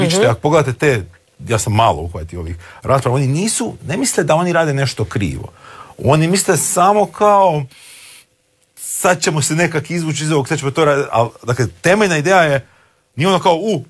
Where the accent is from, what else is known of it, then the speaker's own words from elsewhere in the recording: Slavonia, Croatia; moved away; Ja sam iz Slavonije, onda to redovno idem u Slavoniju.